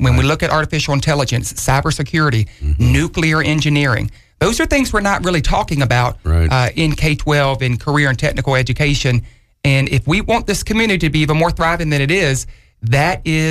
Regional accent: Sumter, South Carolina, United States; my hometown community

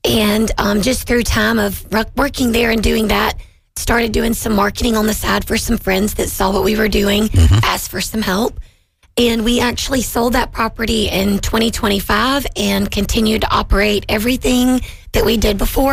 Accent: Summerton, South Carolina, United States; born there; From Somerton, South Carolina.

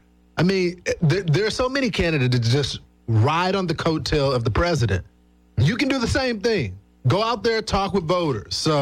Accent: Texas, United States; But right now, I mean, look at my home state of Texas.

